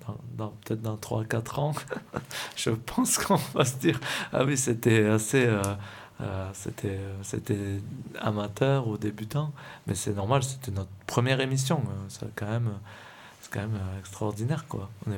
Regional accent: France; moved away as an adult; quand j'étais en France. Enfin, j'étais pas... Comme j'étais chez moi, dans ma ville natale

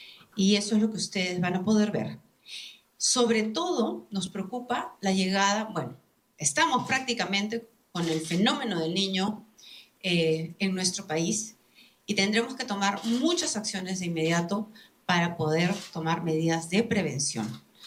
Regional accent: Peru

